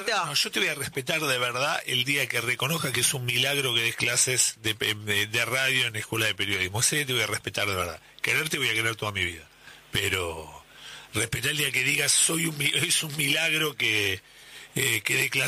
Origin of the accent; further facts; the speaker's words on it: Argentina; Somos, dicho, somos argentinos e hincha de Boca